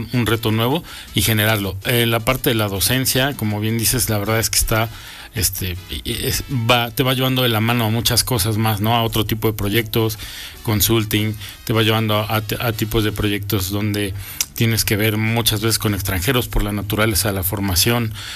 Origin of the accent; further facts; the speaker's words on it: Mexico; como mexicanos creo que todos lo sabemos